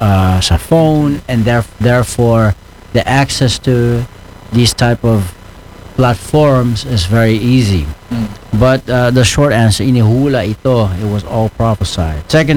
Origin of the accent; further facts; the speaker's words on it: Netherlands; moved away; In the 90s, when I was growing up sa Netherlands